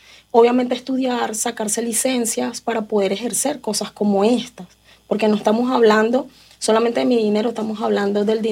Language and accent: Spanish; Venezuela; moved away as an adult; now in United States; yo en Venezuela tuve una carrera. O sea, yo me gradué en la universidad, pero en mi país era ingeniero industrial.